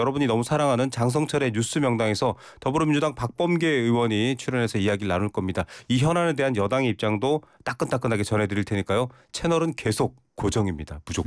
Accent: Seoul, South Korea; born there; also born or lived in Daegu; 저는 서울 관악구에서 태어났지만 또 대구에서 오래 살았기 때문에 쓰는 게 요즘 잘 안 써요.

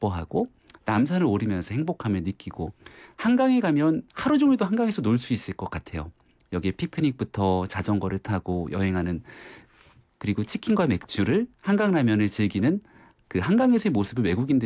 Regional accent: Seoul, South Korea; 태어나기 서울에서 태어났고요.

